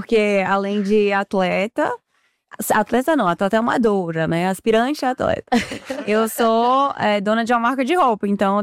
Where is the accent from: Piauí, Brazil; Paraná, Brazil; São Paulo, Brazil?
São Paulo, Brazil; also born or lived in Recife; Fiz ginástica olímpica, porque eu morava aqui em São Paulo, eu nasci aqui em São Paulo. E aí, aqui em São Paulo, comecei na ginástica olímpica. Aí me mudei pra Recife, porque meus pais se mudaram por conta de trabalho.